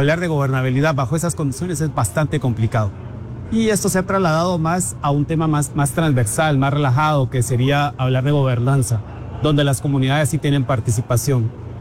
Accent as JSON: {"language": "Spanish", "town": "San Agustín Acasaguastlán", "region": "El Progreso", "country": "Guatemala", "said": "Personalmente soy de San Agustín, Acazahuastlán, entonces hablábamos del Progreso, Zacapa, Chiquimula."}